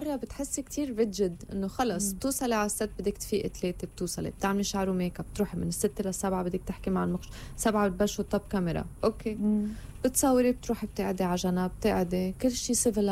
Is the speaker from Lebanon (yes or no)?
yes; Lebanon; مش هيك أنا لما بيجي لهون بيقولوا لي أنت شو إحساسك كلبنانية عم تشتغلي بمصر؟